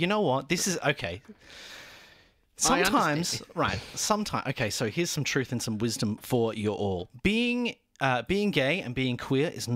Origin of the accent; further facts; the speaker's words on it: Ireland; now in Brisbane, Australia; So I'm not originally from Brisbane. I'm originally from Ireland and came out of here in the late 80s. Yes, my darlings, I am older than you realize.